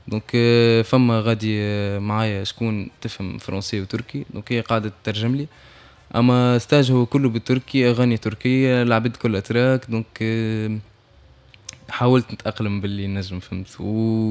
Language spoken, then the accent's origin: Arabic; Tunisia; نحن التوانسة